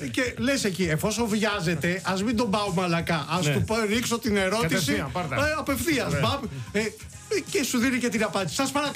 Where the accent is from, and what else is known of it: Molaoi, Peloponnese, Greece; born or raised there